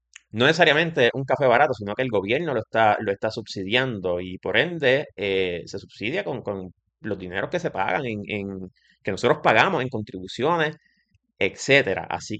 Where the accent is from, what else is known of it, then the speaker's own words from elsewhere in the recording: Castañer, Puerto Rico; moved away; Yo soy orgullosamente, no nacido, pero criado en Castañer. Mi familia, de la generación ya de mis abuelos por ambas partes, nacieron y crecieron allí.